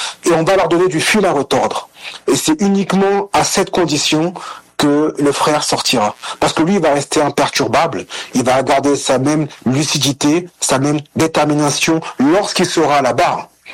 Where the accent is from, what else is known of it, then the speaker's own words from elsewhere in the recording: Cameroon; Haïti, moi dans ma culture, moi je suis camerounais, hein, mais dans ma culture, dans mes références d'engagement politique, Haïti tient une place particulière.